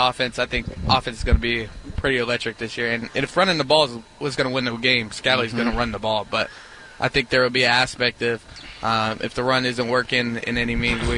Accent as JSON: {"language": "English", "town": "Phoenix", "region": "Arizona", "country": "United States", "said": "I'm from Phoenix, Arizona. I mean, I love AZ, but Salt Lake's great. I there's nothing to knock. I just love Arizona. I'm a sunshine boy, so you know."}